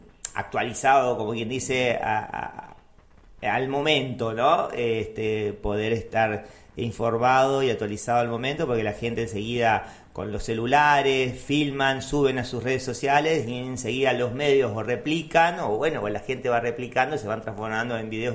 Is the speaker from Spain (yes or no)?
no; Uruguay; nosotros como uruguayos capaz que no lo notamos o no lo valoramos tanto, pero creo que vivimos en un hermoso país de gente muy buena